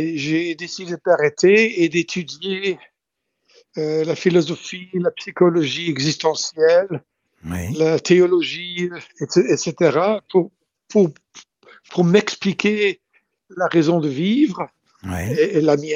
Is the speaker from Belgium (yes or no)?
yes; Belgium; accent: strong French accent in English; Et c'est bizarre, je suis blanc, je suis belge, avec un accent français très prononcé en anglais.